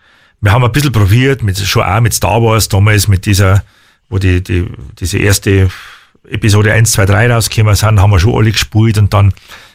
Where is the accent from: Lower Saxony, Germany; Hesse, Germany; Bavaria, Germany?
Bavaria, Germany; accent: slightly Upper Palatinate; Ich kriege, wie gesagt, dass mein Dialekt ein bisschen ins Oberpfälzerische rein ist. Es mag vielleicht sein, aber ich gehöre schon original zu Oberbayern.